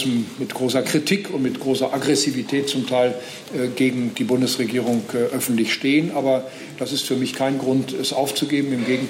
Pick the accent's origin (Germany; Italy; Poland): Germany; North Rhine-Westphalia; ich komme aus dem Land Nordrhein-Westfalen.